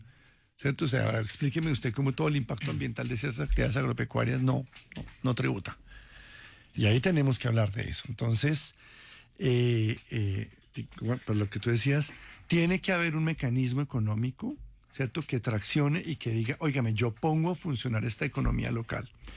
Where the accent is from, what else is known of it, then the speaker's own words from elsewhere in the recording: Colombia; Si nosotros como colombianos entendemos e interiorizamos que llegará el momento en que tendremos que tributar para mantenerla.